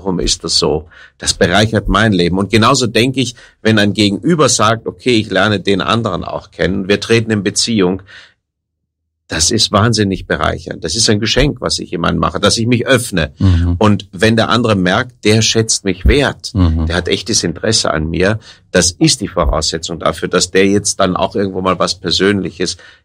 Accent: Rhineland, Germany; Ich bin ein Rheinländer, ja

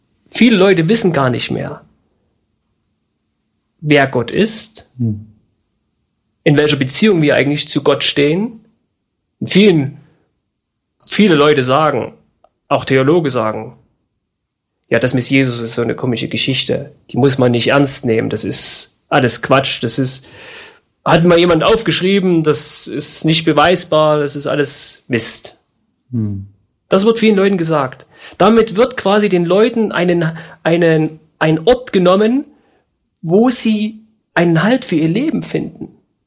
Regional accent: East Germany, Germany; born there; Und ich bin ja ein gebürtiger Ostdeutscher.

